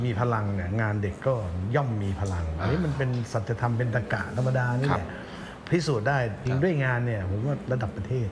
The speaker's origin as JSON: {"language": "Thai", "region": "Isan", "country": "Thailand", "said": "เราก็เป็นคนอีสาน"}